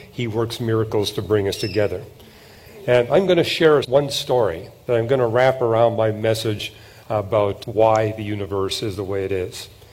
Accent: Canada; I'm not from Germany, I'm from Canada

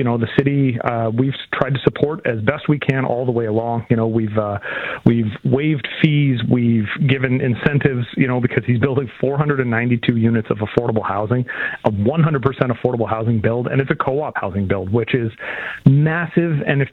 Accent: Nova Scotia, Canada; born there; I'm from Nova Scotia, and so, like, that's where I was originally born.

